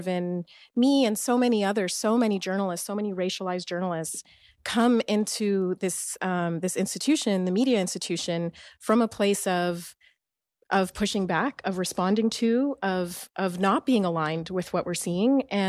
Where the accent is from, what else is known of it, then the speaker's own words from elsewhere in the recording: Alexandria, Alexandria Governorate, Egypt; also born or lived in Saudi Arabia / United Arab Emirates; I was born in Egypt, in Alexandria. I'm Muslim. I grew up between Saudi Arabia and Dubai and Egypt.